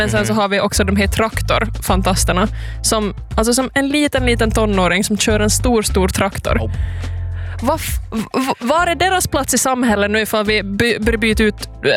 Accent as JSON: {"language": "Swedish", "town": "Pedersöre", "region": "Ostrobothnia", "country": "Finland", "said": "jag är ju originally från Fossby, Pedersöre"}